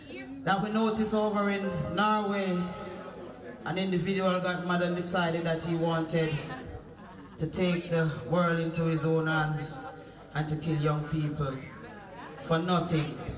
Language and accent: English; Jamaica; I'm from Jamaica.